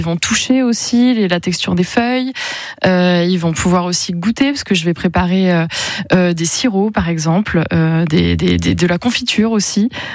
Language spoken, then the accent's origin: French; Provence-Alpes-Côte d'Azur, France; Et moi, je suis provençale, donc ça me représente bien.